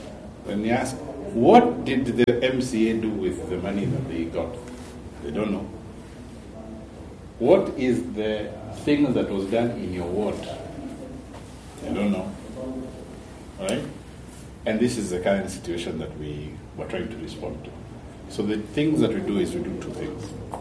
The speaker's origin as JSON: {"language": "English", "country": "Kenya", "said": "Yes, I am Kenyan."}